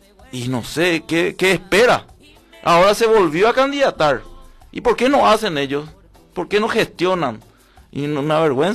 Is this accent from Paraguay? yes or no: yes; Carapeguá, Paraguarí, Paraguay; yo soy muy fanático de mi ciudad. Mira, yo nací acá y soy malcriado de Carapeguá